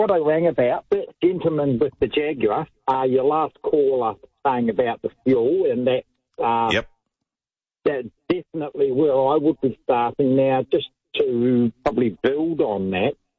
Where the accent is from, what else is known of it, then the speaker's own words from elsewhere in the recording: Victoria, Australia; I've got to run on my home state time, which is Victoria.